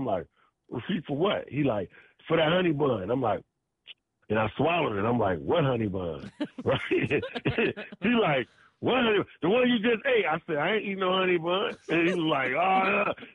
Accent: Detroit, Michigan, United States; now in Los Angeles, United States; In Detroit, Michigan. I grew up in Detroit

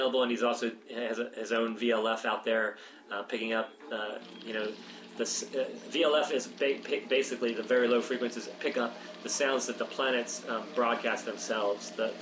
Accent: Baltimore, Maryland, United States; I grew up listening to in Baltimore, or outside of Baltimore, listening to WFBR and listening to Baltimore Oriole games at night.

